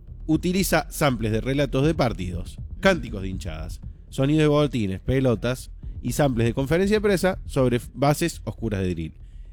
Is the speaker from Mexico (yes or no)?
no; Córdoba, Argentina; No me sale, soy cordobés.